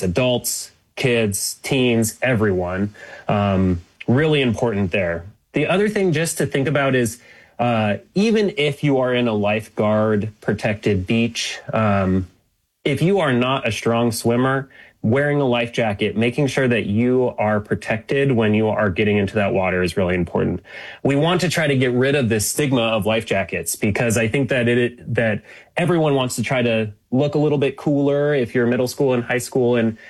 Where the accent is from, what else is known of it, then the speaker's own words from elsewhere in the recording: Federal Way, Washington, United States; I grew up in Federal Way and I love the Pacific Northwest.